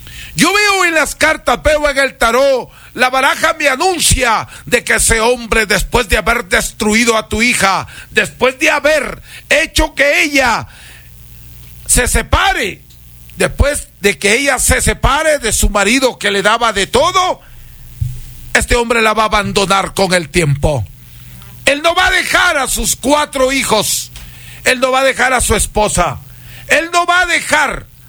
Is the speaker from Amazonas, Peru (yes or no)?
no; Huancabamba, Piura, Peru; yo soy de Huancabamba, Perú. Conozco de hierbas, de baños, de plantas y de perfumes.